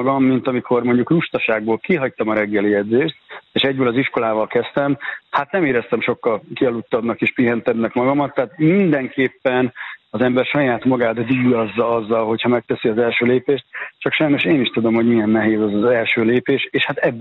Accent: Szeged, Csongrád-Csanád, Hungary; éppen Szegeden vagyok a Testnevelő Tanárok Országos Egyesületének konferenciáján, és jövő héten is jövök vissza Szegedre. Igaz, hogy ez szülővárosom

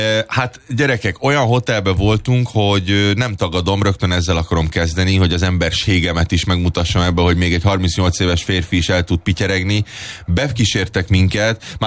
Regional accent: Budapest, Hungary; itt lenni egyáltalán magyarként, meg úgy kis egyszerű kis budapesti kis cigányként

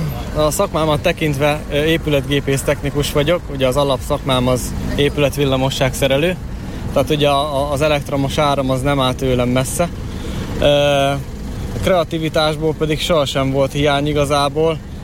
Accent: Boldog, Heves, Hungary; Egyébként én Boldogról származom, Heves megyéből.

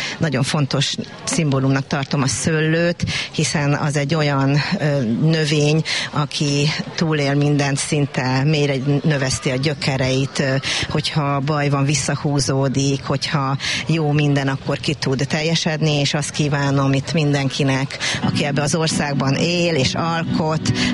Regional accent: Dunaújváros, Fejér, Hungary; Itt voltam gyermek ezen a tájon, dunaújvárosi születésű vagyok, és nagyon sokat ültem a Dunaparton

